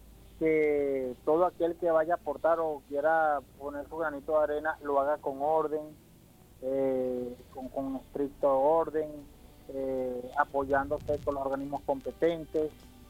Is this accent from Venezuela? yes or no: yes; Venezuela; la sociedad venezolana.